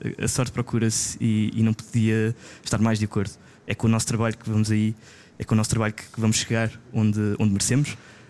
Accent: Alcobaça, Centro, Portugal; eu venho de Alcobaça

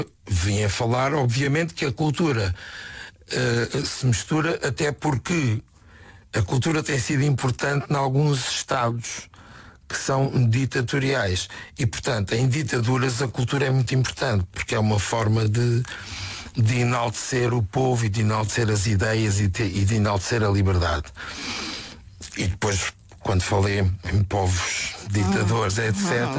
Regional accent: Setúbal, Portugal; não gostava de deixar esta vida sem presidir a Câmara Municipal de Setúbal, que é a minha terra.

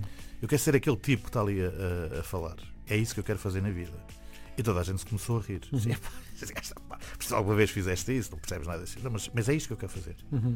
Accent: Reguengos de Monsaraz, Alentejo, Portugal; no Alentejo, eu sou de Reguengos

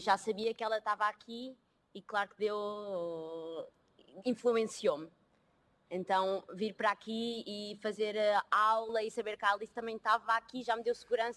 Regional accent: Portugal; also born or lived in Antwerp, Belgium; now in France; Sim, mas eu saí de Portugal e fui para a Bélgica, para a Antuérpia.

